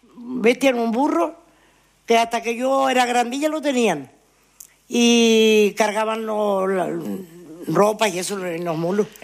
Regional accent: Anaga, Canary Islands, Spain; yo no soy sino de Lomo Largo, no te puedo hablar del otro barrio.

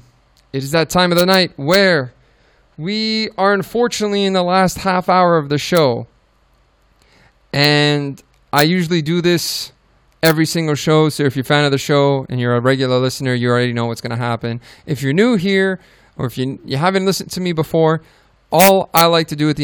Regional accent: Bosnia & Herzegovina; If you don't know, I'm a Serb from Bosnia. Just know I'm both Serbian and Bosnian.

